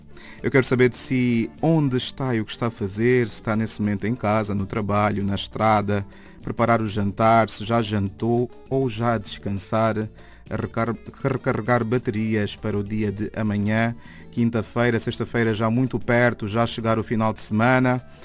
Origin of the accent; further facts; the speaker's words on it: Benguela, Angola; moved away; Benguela, minha terra, minha Angola, é de lá onde eu vim, é lá onde estão as minhas raízes